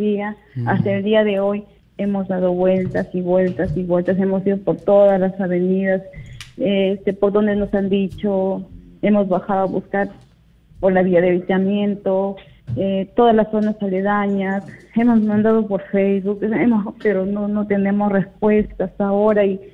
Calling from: Trujillo, La Libertad, Peru; Yo vivo en Natasha Alta, sí, por la Corte

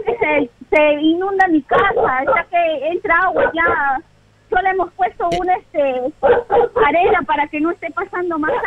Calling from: Lima, Peru; soy de Villa María del Triunfo, de Plaza Girón 107, ….

